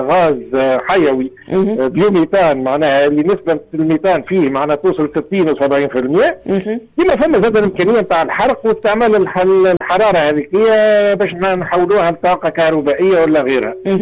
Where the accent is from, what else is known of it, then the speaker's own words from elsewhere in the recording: Tunisia; عندنا في تونس